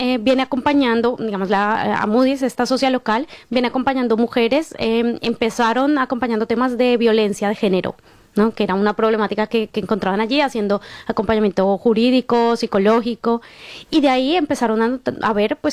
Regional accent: Colombia

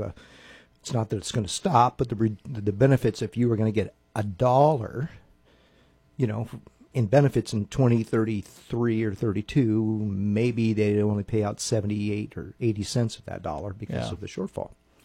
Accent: Eureka, California, United States; I did. I grew up in Eureka.

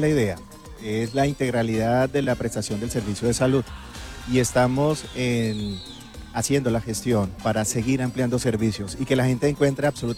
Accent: Neiva, Huila, Colombia; De Neiva. Yo soy más huilense que esos bizcochos de Achira.

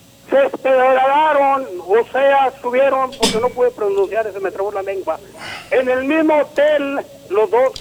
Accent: Coahuila, Mexico; moved away; allá en Matopilo, en Coahuila, y donde yo me crié, allá me crié yo en Matopilo, Coahuila. Allí tenía una casa.

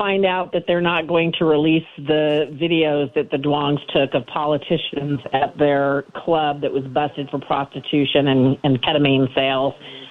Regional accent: California, United States; I'm born and raised in California, in the Bay Area.

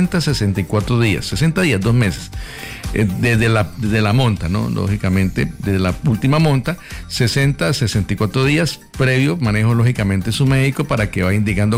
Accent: Cúcuta, Norte de Santander, Colombia; Fue la mejor época de mi niñez, de mi adolescencia, vivir en Cúcuta en esa época, de los 80 a los 90.

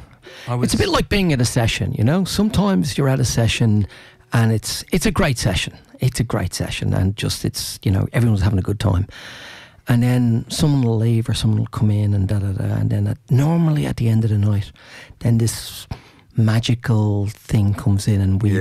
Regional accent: Ireland; I think as an Irishman, I think it's just our birthright.

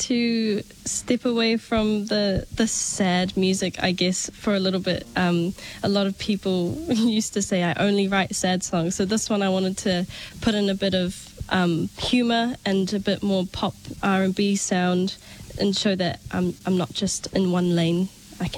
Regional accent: Auckland, New Zealand; my mum was born here in New Zealand in Auckland, and I was also born and raised in West Auckland.

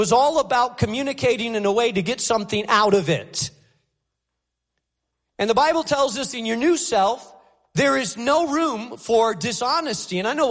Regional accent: Spain; now in United States; And so I grew up in Spain. Everywhere outside of my house, I spoke Spanish, Castilian Spanish. In my house, I spoke English because my house, my parents were Americans.

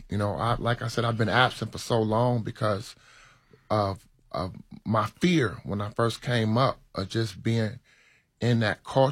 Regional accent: Detroit, Michigan, United States; moved away; and this is my hometown.

